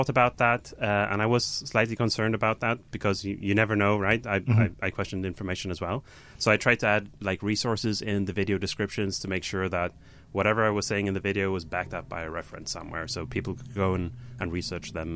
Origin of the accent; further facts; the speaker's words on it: Sweden; moved away as an adult; now in Canada; I grew up in Sweden.